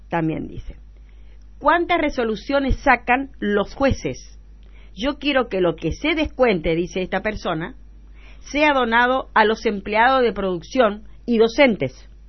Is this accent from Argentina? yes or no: yes; General Vedia, Chaco, Argentina; de General Bedia, de donde hice toda la primaria y parte del secundario.